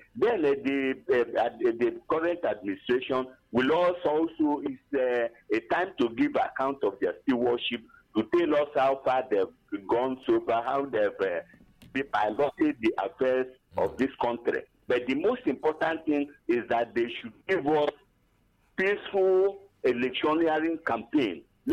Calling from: Abapanike, Enugu State, Nigeria; I'm calling from Abapanike, Enugu.

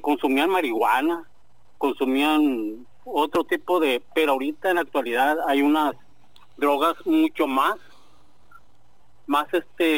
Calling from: Tijuana, Baja California, Mexico; De aquí, de Tijuana.

